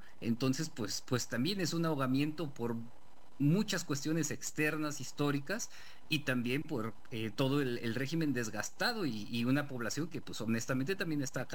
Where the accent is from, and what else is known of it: Mexico